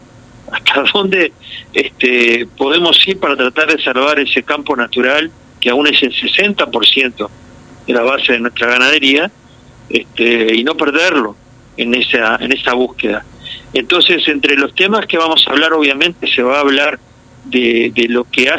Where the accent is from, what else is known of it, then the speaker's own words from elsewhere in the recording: Cerro Largo, Uruguay; Mira, ahora me agarras en Montevideo. Mañana salgo para Jun, con muchas saudades de los pagos de Cerro Largo, pero bueno, así triangulando entre Rocha, Montevideo y Jun.